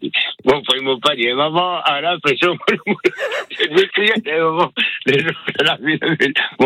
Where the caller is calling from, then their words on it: Hauts-de-France, France; De l'Aisne.